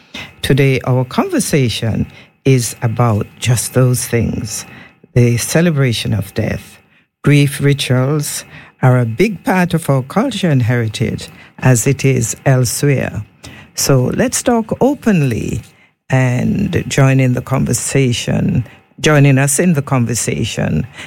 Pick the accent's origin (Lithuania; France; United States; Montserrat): Montserrat; Trials; where I grew up in Trials